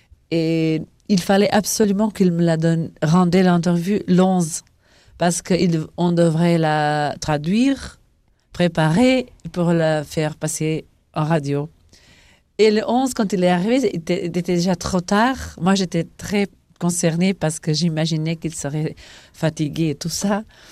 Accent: Portugal; Oui, absolument. Il n'y a pas beaucoup de portugaises ici.

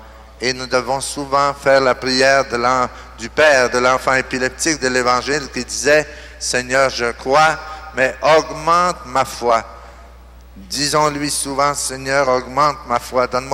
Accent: Canada; now in Santo Domingo, Dominican Republic; si on vous avait annoncé qu'un prêtre canadien venait prêcher ici

